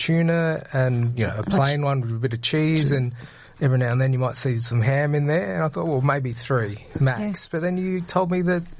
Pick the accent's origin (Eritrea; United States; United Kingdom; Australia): Australia; Port Pirie, South Australia; moved away as an adult; I grew up in Port Pirie.